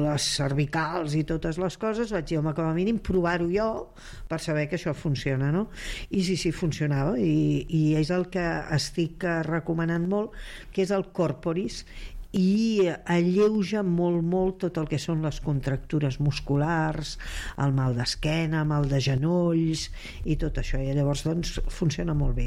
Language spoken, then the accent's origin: Catalan; Catalonia, Spain; com a bona catalana